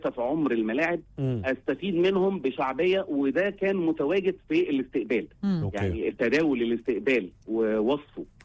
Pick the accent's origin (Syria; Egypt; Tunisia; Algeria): Egypt; فإحنا كشعب مصري طبعا مستفيدين ان البراند بتاعنا احنا كمان بيعلى